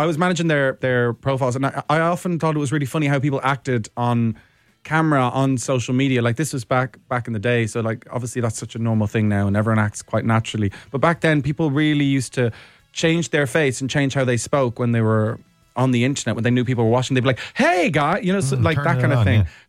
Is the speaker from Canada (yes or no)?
no; England, United Kingdom; born there; which is where I was born. I was born in England, so I'm kind of homecoming.